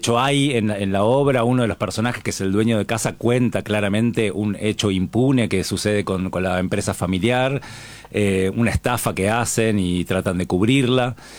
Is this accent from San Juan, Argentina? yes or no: no; Monte Grande, Buenos Aires Province, Argentina